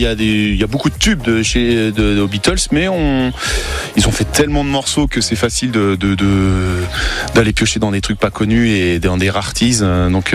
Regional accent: Nantes, Pays de la Loire, France; On vient de Nantes

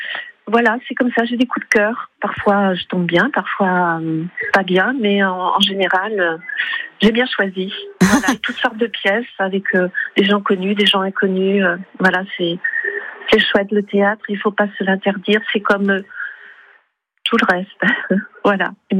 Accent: Morlaix, Brittany, France; born there; now in Paris, France; moi je suis née en 1957, j'ai habité Morlaix, dans Finistère Nord.

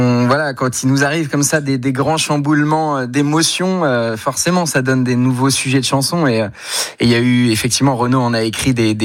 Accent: Nouvelle-Aquitaine, France; now in Paris, France; j'adore toujours autant revenir dans ma Creuse natale. C'est là-bas que j'écris, d'ailleurs, beaucoup.

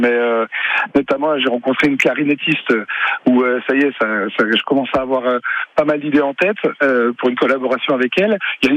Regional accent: Belfort, Bourgogne-Franche-Comté, France; Belfort, moi je viens de Belfort, du coup, c'est une ville qui bouge beaucoup au niveau musique, avec plein de styles différents.

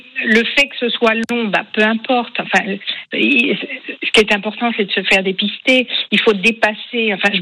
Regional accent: Coutances, Normandy, France; moi je suis de Coutances et je vais à Caen, parce que j'étais à Caen.

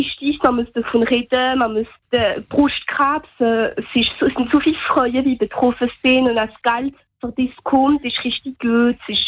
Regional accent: Strasbourg, Grand Est, France; Also, ich bin 14 Jahre alt und ich komme aus Strasbourg.

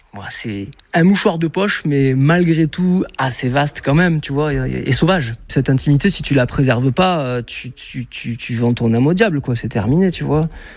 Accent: Oloron-Sainte-Marie, Nouvelle-Aquitaine, France; now in Pau, France; voilà, je suis palois, j'ai grandi à Oloron, Biarnès, Cap et tout.

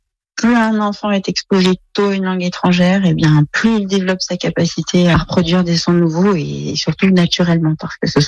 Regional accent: France; also born or lived in United States; Je suis française, mais mes études universitaires étaient autour de l'anglais. Je me suis spécialisée dans la recherche aussi sur l'apprentissage précoce des langues. Et puis j'ai vécu 2 ans aux États-Unis.

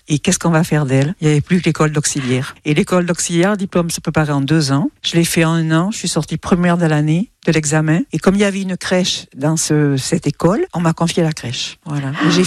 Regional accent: Bordeaux, Nouvelle-Aquitaine, France; now in Cambo-les-Bains, France; je viens de Bordeaux, j'ai 81 ans et je suis à Cambo.

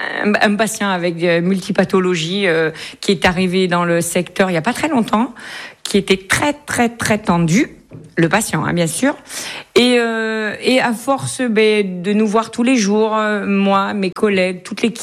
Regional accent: L'Isle-Adam, Île-de-France, France; born there; moved away as an adult; now in Perpignan, France; Donc moi, je suis née à l'Isle-Adam. Dans le 95, j'ai un papa parisien qui était militaire, une maman alsacienne qui était femme de ménage. Je suis arrivée sur Perpignan à l'âge de 19 ans.

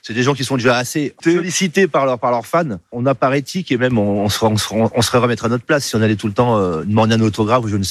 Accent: Orléans, Centre-Val de Loire, France; puisque je suis d'Orléans.

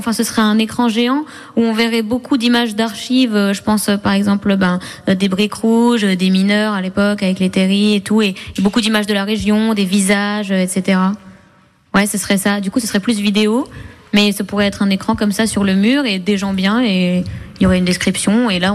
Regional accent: Hauts-de-France, France; Voilà, mon père, il est routier. On vient du Nord

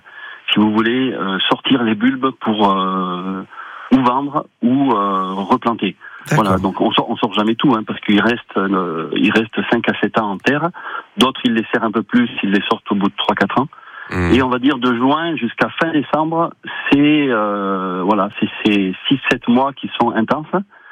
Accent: Auvergne-Rhône-Alpes, France; moved away as an adult; also born or lived in Ardèche; now in Marsac-en-Livradois, France; Donc moi je viens de la Haute-Loire, on vient de la Haute-Loire. Et du coup on est parti habiter 12 ans en Ardèche en 2010, de 2010 à 2022.

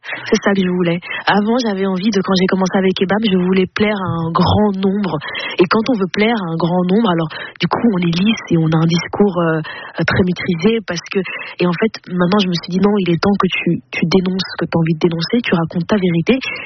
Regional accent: Flanders, Belgium; puisque moi j'ai grandi en Flandre, donc la partie flamande de la Belgique.

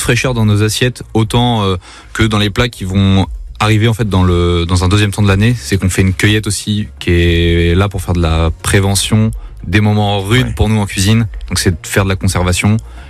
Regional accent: Normandy, France; comme chez moi en Normandie

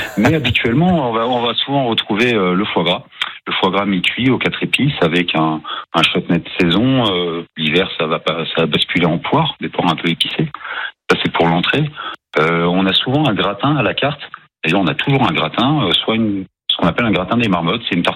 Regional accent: Brittany, France; now in Nice, France; je ne suis pas natif du comté de Nice, quoi, même de la région, moi de base je suis breton

